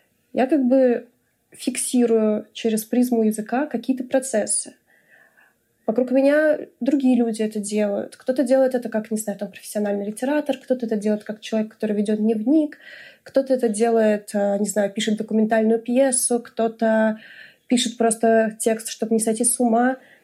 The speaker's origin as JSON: {"language": "Russian", "town": "Omsk", "region": "Omsk Oblast", "country": "Russia", "tie": "born or raised there", "also_born_or_lived": "Moscow", "moved": "as an adult", "lives_now": "Spain", "said": "Из России, ну да, я из России. Я из Омска или из Москвы. Жила я всю жизнь в Омске, потом жила в Москве. И уже из Москвы уехала в Грузию."}